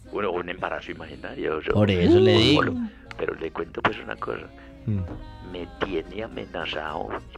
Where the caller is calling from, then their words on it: Yarumal, Antioquia, Colombia; desde la bella, recalentada y preñadora municipalidad de Yarumal, Antioquia.